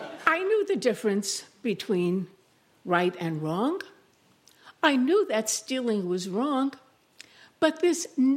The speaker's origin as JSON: {"language": "English", "town": "Brooklyn", "region": "New York", "country": "United States", "tie": "born or raised there", "said": "I was born and bred in Brooklyn. Is Brooklyn in the house? When I was little, we lived around the corner from Woolworths."}